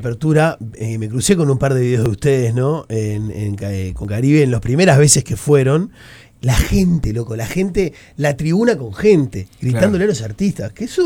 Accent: Salto, Uruguay; Pero escuchá, soy de Salto, y si sos artista, mandanos algo que se lo compartimos.

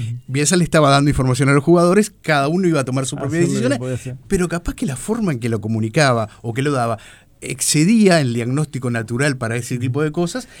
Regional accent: Uruguay; nos muestra a nosotros también cómo somos como uruguayos, ¿no?

